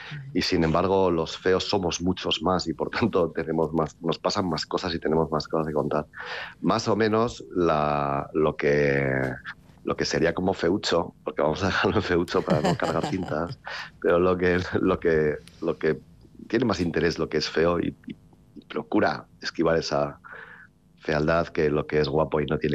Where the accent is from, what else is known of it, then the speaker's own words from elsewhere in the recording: Portugalete, Basque Country, Spain; yo nací en Portugalete, nací en una casa de Portugalete, no nací en una clínica